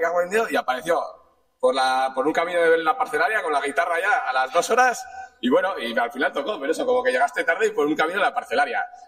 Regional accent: Pamplona, Navarre, Spain; nosotros somos de Navarra, de Iruña.

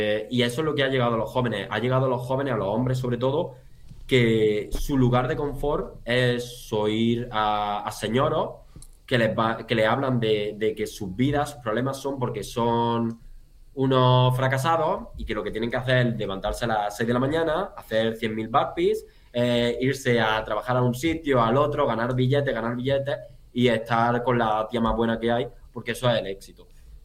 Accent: Andalusia, Spain; also born or lived in South Korea; now in Brussels, Belgium; Sobre todo en Andalucía, que somos...

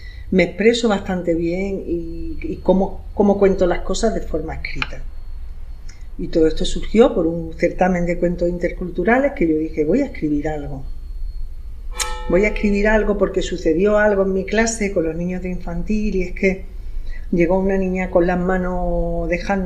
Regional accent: Melilla, Spain; yo soy de Melilla.

